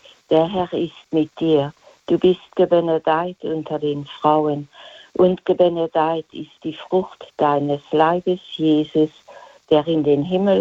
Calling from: Luxembourg; aus Luxemburg.

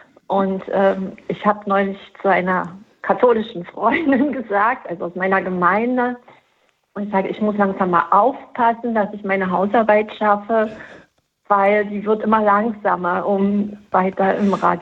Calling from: Berlin, Germany; Ich rufe aus Berlin-Wilhelmsruh an, Pankow-Wilhelmsruh.

